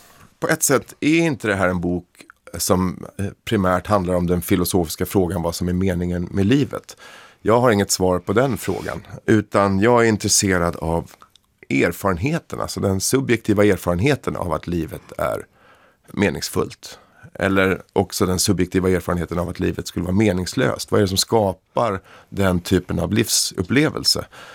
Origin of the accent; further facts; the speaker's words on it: Stockholm County, Sweden; Nu kommer jag från Stockholms förort, så det är inte några jätteskogar det handlar om